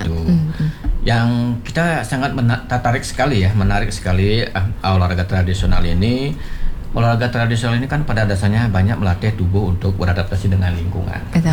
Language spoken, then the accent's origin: Indonesian; Bali, Indonesia; Kita orang Bali, kita memiliki warisan budaya yang tak benda